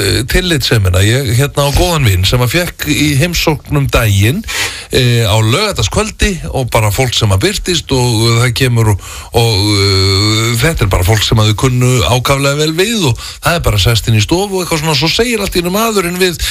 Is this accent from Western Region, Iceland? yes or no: yes; Grundarfjörður, Western Region, Iceland; Mér finnst um eina, ég er ættaður frá Grundarfirði